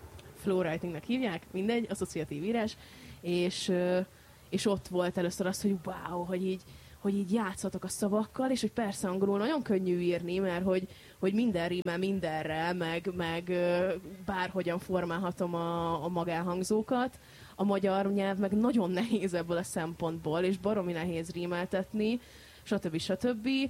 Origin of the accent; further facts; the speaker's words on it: Szentendre, Pest, Hungary; Ez nekem a gyerekkorom helyszíne, tehát hogy így én itt nőttem fel